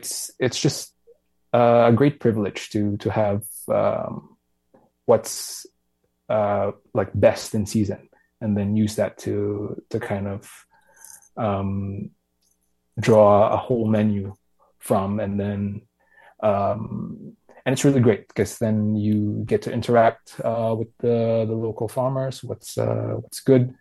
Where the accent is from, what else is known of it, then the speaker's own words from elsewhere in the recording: Philippines; now in Whistler, Canada; a lot of the stuff I grew up with in the Philippines, they're mostly two seasons that we get. So a lot of things are really available year round.